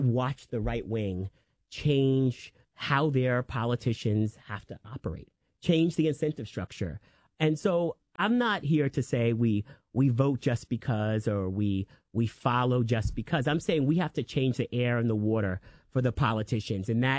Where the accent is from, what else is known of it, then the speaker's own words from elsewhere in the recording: New York, United States; I grew up on Eastern Long Island